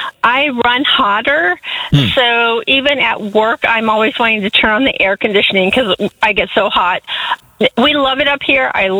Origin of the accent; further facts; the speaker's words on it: Illinois, United States; I grew up in Southern Illinois, and the humidity is awful. I do not miss it.